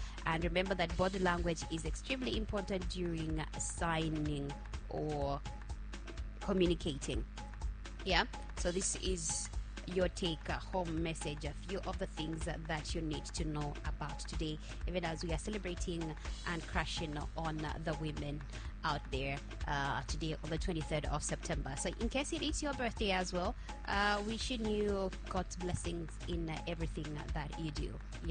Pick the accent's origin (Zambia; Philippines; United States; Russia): Zambia; Petauke, Eastern Province; I come from Petauke, so I said Busy.